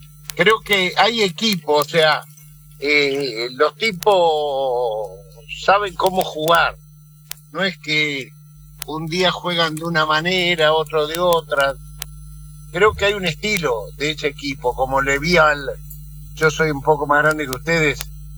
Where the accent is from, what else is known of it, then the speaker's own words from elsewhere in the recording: Argentina; somos argentinos